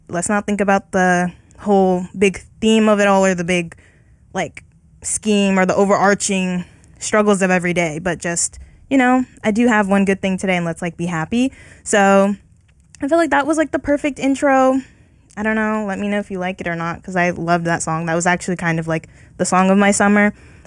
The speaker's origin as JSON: {"language": "English", "town": "San Diego", "region": "California", "country": "United States", "tie": "born or raised there", "moved": "yes", "said": "first I went back to San Diego, my hometown"}